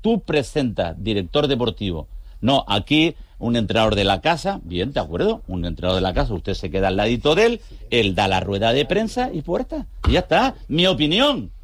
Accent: Canary Islands, Spain; a mí, como canario

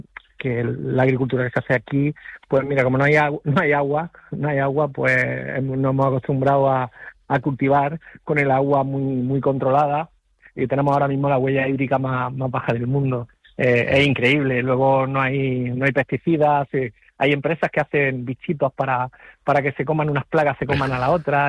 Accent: El Ejido, Andalusia, Spain; Está en mi pueblo, en El Ejido.

